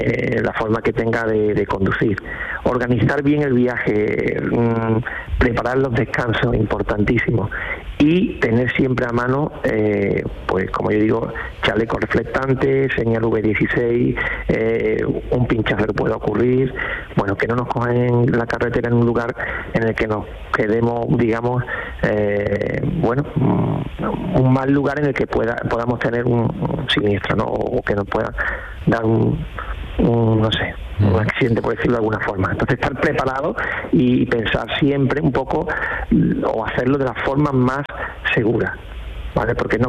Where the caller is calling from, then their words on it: Dos Hermanas, Andalusia, Spain; A ver, de Dos Hermanas, Sevilla.